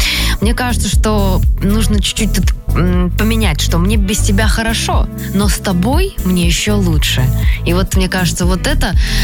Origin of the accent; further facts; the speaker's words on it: Moscow, Russia; про меня говорили, что я москвичка с очень таким провинциальным запалом. Я из обычной семьи росла в Медведково.